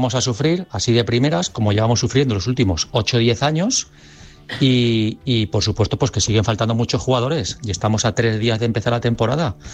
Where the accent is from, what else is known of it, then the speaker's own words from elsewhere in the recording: Valencia, Valencian Community, Spain; Pues a ver, chicos, yo soy de Valencia